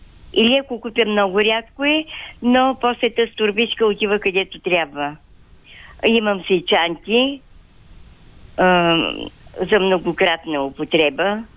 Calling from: Silistra, Silistra Province, Bulgaria; Добре, на слушателка съм от Силистра. Ние в нашия район имаме контейнери за разделно събиране.

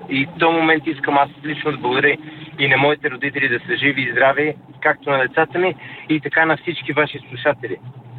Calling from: London, United Kingdom; Ало, добро утро … от Лондон.

